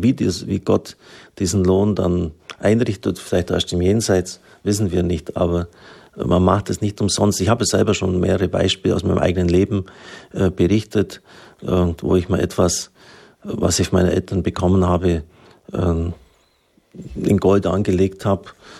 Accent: Baden-Württemberg, Germany; Ich bin ein Schwabe. Ich bin ein Schwabe.

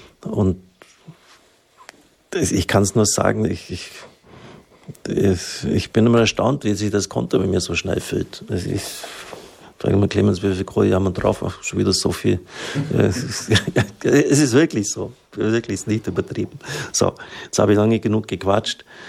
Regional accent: Baden-Württemberg, Germany; Ich bin ein Schwabe.

